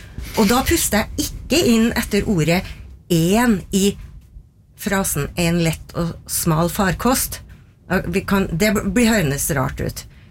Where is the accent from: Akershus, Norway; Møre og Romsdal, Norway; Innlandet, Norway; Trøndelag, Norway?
Trøndelag, Norway; accent: Trøndelag dialect; eksempel at trønderdialekten styrer pustemønsteret vårt på. Mm. Har noe å gjøre med hvordan jeg er som trønder.